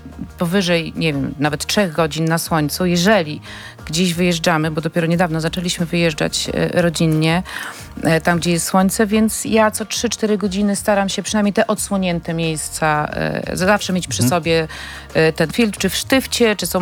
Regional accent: Augustów, Podlaskie Voivodeship, Poland; jestem z Augustowa.

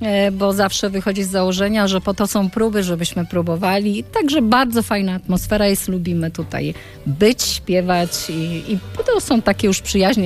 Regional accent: Smolec, Lower Silesian Voivodeship, Poland; Dojeżdżam ponad 20 kilometrów, bo jestem ze Smolca.

